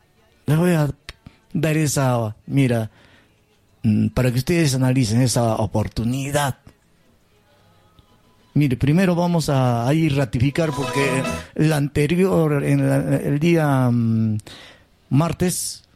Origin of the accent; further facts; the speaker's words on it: Peru; ¿cuánto de culto pues somos políticamente los peruanos?